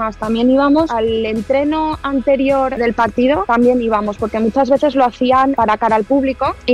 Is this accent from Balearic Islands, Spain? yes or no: yes; Ibiza, Balearic Islands, Spain; Hola a todos … soy de Ibiza y soy educadora infantil